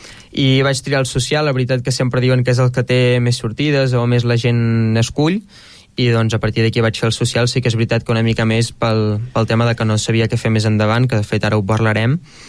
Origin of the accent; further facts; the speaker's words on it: Anglès, Catalonia, Spain; also born or lived in Calella / Tordera; doncs van venir aquí a Tordera, però entre una cosa i una altra els pares es van separar, i doncs vaig anar cap a anglès. Això quan ja era petit tenia uns dos anyets o així.